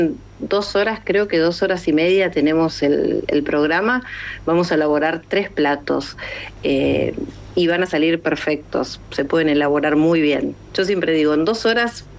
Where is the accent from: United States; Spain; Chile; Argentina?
Argentina; Como en Argentina nos reunimos a tomar mate